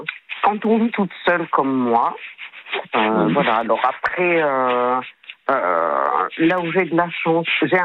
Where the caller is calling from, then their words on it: south of France, France; j'habite dans le Sud.